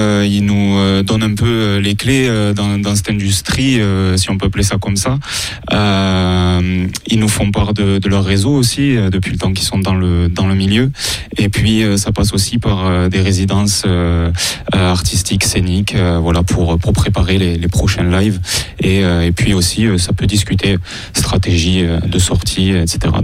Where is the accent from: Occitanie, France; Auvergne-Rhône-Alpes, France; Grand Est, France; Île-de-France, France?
Occitanie, France; Montauban; On vient de Montauban